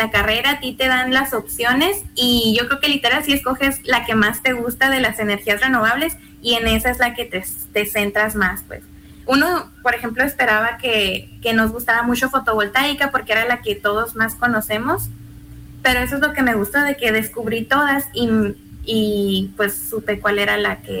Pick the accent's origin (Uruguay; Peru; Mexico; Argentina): Mexico; Ciudad Juárez, Chihuahua; moved away as an adult; now in Hermosillo, Mexico; yo soy de Ciudad Juárez